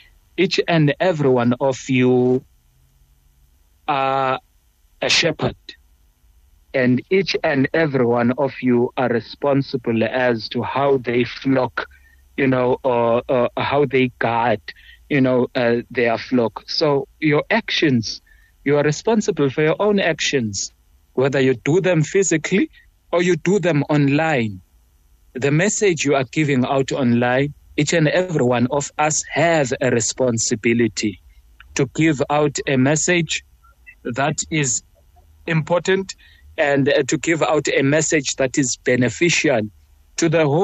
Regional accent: South Africa; as the South African social media community that is Muslim

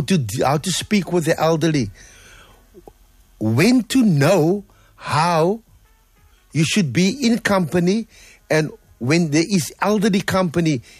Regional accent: Claremont, Western Cape, South Africa; We grew up in Claremont. I'm also from Draper Street.

